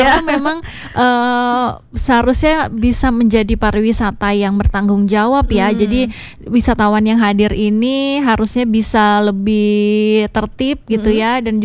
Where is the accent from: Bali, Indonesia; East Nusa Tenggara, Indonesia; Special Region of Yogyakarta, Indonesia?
Bali, Indonesia; kita sebagai warga Bali